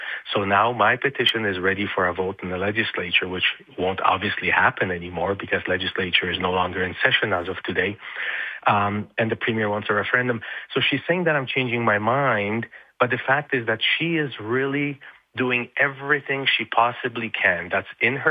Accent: Alberta, Canada; all of us Albertans

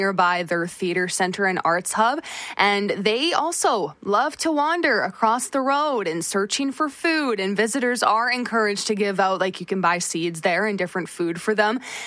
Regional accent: Dryden, Ontario, Canada; now in Winnipeg, Canada; growing up in Dryden, I'm used to the wildlife

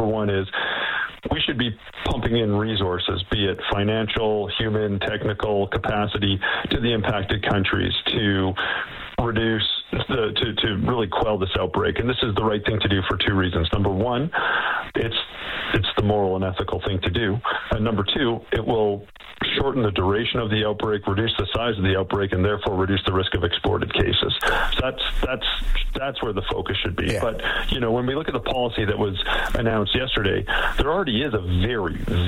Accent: Calgary, Alberta, Canada; I'm also going to add, I'm also an Albertan. I'm from Calgary.

